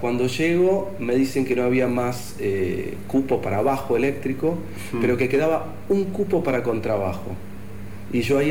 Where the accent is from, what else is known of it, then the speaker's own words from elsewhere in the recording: Vicuña Mackenna, Córdoba, Argentina; also born or lived in Lomas de Zamora; Yo viví en nací en Loma de Zamora de manera muy circunstancial, pero mi viejo era veterinario y vivíamos en un pueblo llamado Vicuña Mackenna. Desde que nací...